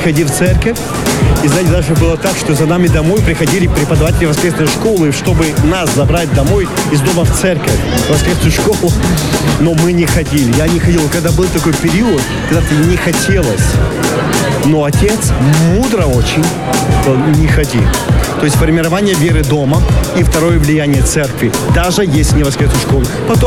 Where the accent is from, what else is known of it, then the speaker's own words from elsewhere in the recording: Moscow, Russia; Я из Москвы.